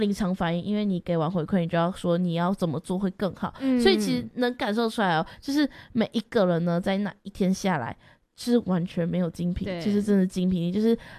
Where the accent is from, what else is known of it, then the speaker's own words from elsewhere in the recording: Kaohsiung, Taiwan; 然后我们营队是七月初要去带高雄，回到我的家乡高雄，真的是美浓国小，美浓区东门国小